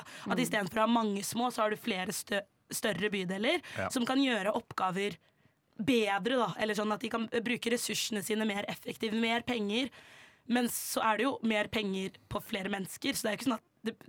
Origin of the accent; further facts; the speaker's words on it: Oslo, Norway; jeg er jo fra Oslo, født og oppvokst.